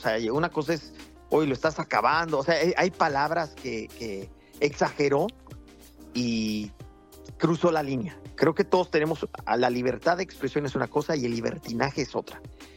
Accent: Mexico; me da gusto como mexicano cuando gana mi país

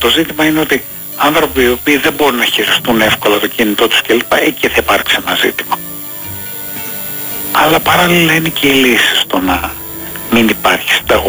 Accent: Greece

